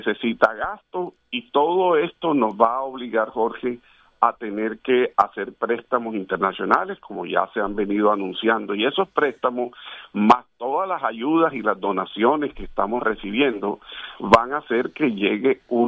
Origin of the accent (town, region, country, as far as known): Colombia